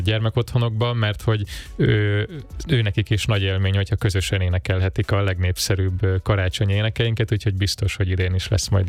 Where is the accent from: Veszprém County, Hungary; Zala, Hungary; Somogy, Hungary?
Zala, Hungary; egy zalai faluból származom, ahol nagyon, nagyon elfogadó közegben és szoros közösségben nőttem fel, aztán elkerültem a városba